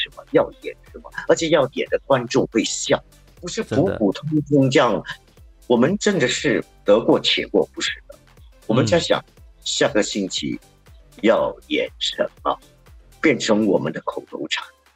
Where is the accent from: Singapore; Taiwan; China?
Singapore; 我们新加坡人吃在富靠达吃东西以后，我们要把那个盘送回去